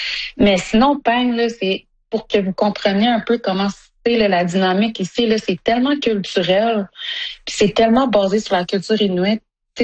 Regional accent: Sept-Îles, Quebec, Canada; J'ai l'impression qu'en grandissant à Sept-Îles, le côté Innu, là, était vraiment perdu.

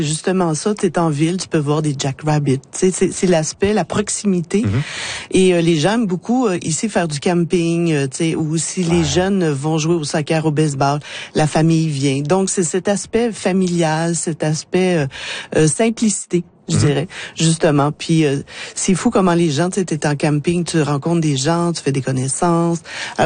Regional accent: Quebec, Canada; now in Saskatchewan, Canada; moi, je viens du Québec

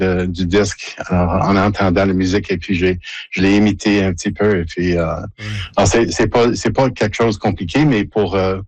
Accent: Montreal, Quebec, Canada; Oui, alors j'ai grandi à Montréal et quand j'étais jeune, la musique soul et funk était très, très populaire à Montréal.

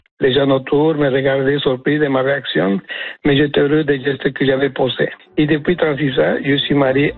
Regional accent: Mexico; French is a second language; now in Canada; Je suis originaire du Mexique et voici ma première expérience de mon premier hiver au Québec.

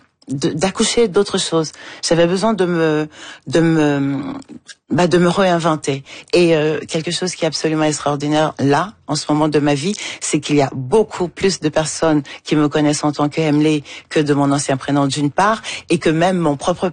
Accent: Cameroon; also born or lived in France; souvent que je suis franco-camerounaise. En France, j'ai besoin de montrer mes papiers pour prouver que je suis française. Et au Cameroun, j'ai besoin de rien.

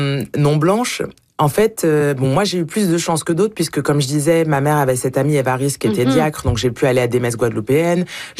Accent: France; born there; moi je suis née sous X en France

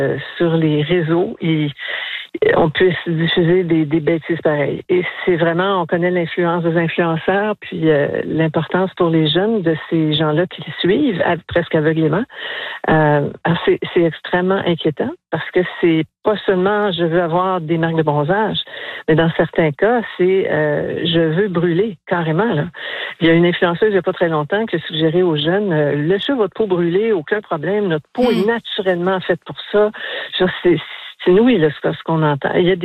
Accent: Magdalen Islands, Quebec, Canada; Je suis de la Madeleine

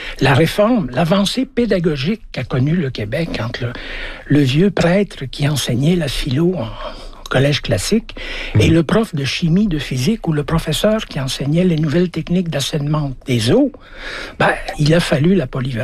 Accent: Belgium; also born or lived in Africa; now in Canada; Mais moi, je suis arrivé de l'étranger. J'ai grandi en Afrique, dans toutes sortes d'écoles. Puis je suis arrivé, puis ma dernière année secondaire que j'ai fait ici

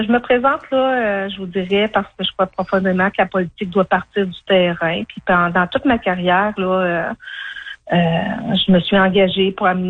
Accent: Val-des-Sources, Quebec, Canada; Moi, je suis native de Val-des-Sources. Là, j'y ai passé mon enfance, mon adolescence. J'ai encore de la famille là qui y habite. Donc, c'est quand même un petit coin de pays que je connais un peu.

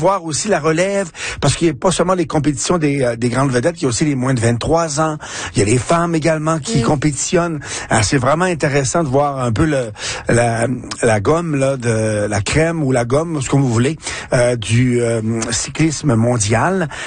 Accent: Quebec, Canada; accent: Québécois; L'accent québécois est un peu, bon, est à ridiculiser. Mais là, c'était pas pour nous ridiculiser, je pense pas.

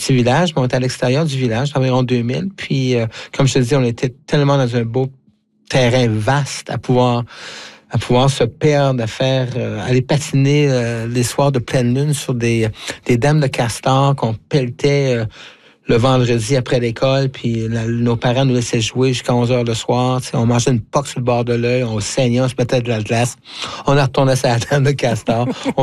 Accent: D'Alembert, Quebec, Canada; also born or lived in Rouyn-Noranda; moi je suis né à Rouyn-Noranda, dans le nord du Québec, sur le territoire de la Baie James, si tu veux, et plus précisément élevé dans un petit village minier de D'Alembert

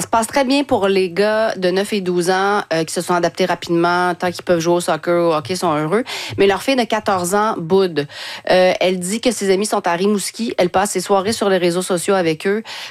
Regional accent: France; moved away as an adult; now in Canada; quand on a immigré au Québec de la France, on a préparé nos enfants de notre mieux.

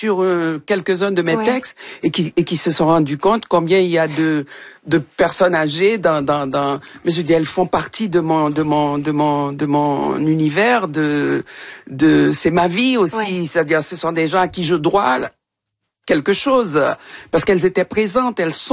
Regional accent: Haiti; moved away; Ça fait longtemps que j'ai quitté Haïti.

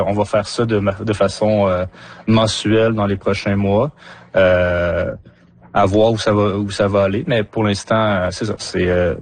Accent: Mont-Tremblant, Quebec, Canada; moved away as an adult; now in Amos, Canada; Non, moi, je viens de Mont-Tremblant. Je suis arrivé en novembre 2022 à Amos.

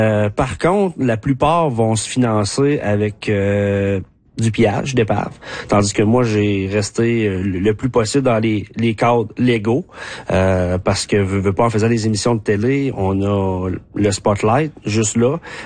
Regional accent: Quebec, Canada; now in Rimouski, Canada; je suis natif de la Métis, puis j'habite à Rimouski.

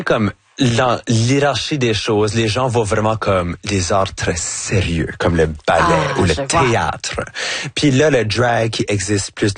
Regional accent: Acadia, Canada; Aussitôt que je dis je suis French Canadian, automatiquement on peut assumer que je suis québécois parce que les gens savent pas c'est quoi l'Acadie.

